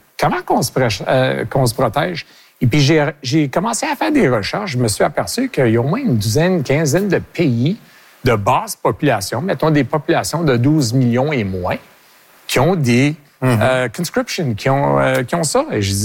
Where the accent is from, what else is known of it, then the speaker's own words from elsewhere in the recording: Quebec, Canada; je suis fier québécois. Je suis, mais j'ai été né ici. Mes parents ont été nés ici. Mes grands-parents ont été nés ici. J'ai été éduqué en français.